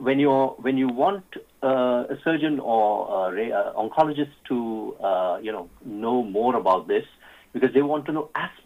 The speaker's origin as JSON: {"language": "English", "town": "Pune", "region": "Maharashtra", "country": "India", "said": "I was from Loyola High School, in Pune."}